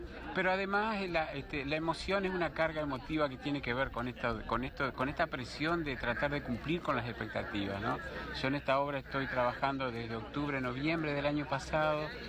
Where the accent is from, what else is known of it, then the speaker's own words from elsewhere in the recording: Entre Ríos, Argentina; en estos momentos vivo en Gualeguay, pero siempre mi provincia ha sido la de Entre Ríos.